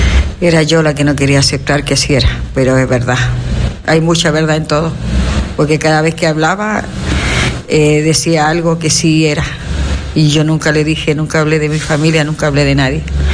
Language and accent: Spanish; Artificio, Valparaíso, Chile; soy de Artificio.